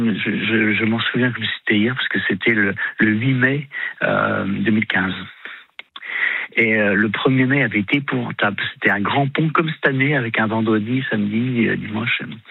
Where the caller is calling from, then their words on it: Nantes, Pays de la Loire, France; je suis sur Nantes